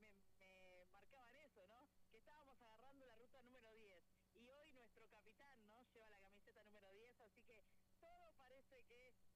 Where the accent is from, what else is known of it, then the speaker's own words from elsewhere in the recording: Argentina; lo que más nos diferencia a nosotros como pueblo argentino es la fuerza que tenemos cuando estamos todos unidos.